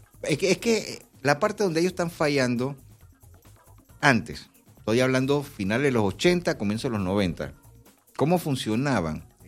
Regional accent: Panama; somos panameños

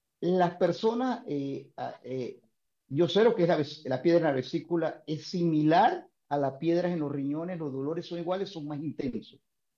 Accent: Panama; usted sabe cómo somos los panameños

